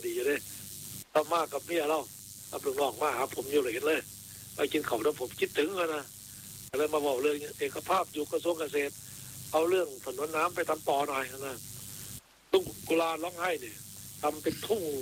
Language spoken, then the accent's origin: Thai; Isan, Thailand; พี่อีสานบ้านเฮา